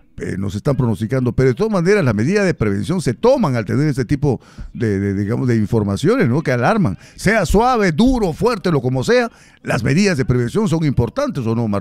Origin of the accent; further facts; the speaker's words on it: Arequipa, Peru; de mis aires, mi tierra. Carabelí.